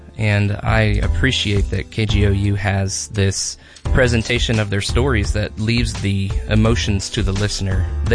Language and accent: English; Oklahoma City, Oklahoma, United States; from Oklahoma City.